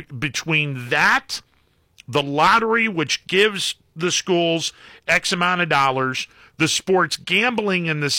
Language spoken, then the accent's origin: English; Columbiana County, Ohio, United States; I grew up in Columbiana County.